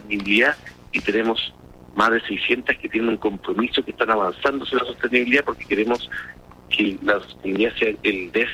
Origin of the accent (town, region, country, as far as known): Chile